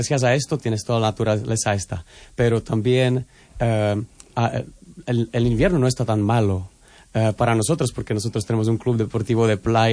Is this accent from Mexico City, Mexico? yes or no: yes; Mexico City, Mexico; accent: chilango; nosotros vivimos en Centroamérica un par de años, hace 10 años, y ahí aprendimos, entonces mi acento es chilango, digamos, del México City.